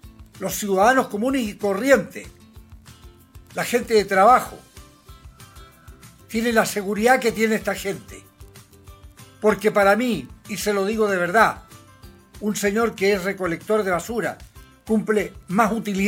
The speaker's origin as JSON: {"language": "Spanish", "country": "Chile"}